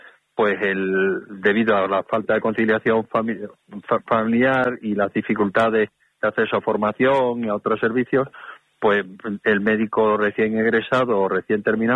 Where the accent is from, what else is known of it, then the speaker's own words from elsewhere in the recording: Extremadura, Spain; yo soy extremeño y ocurre lo mismo, ¿no?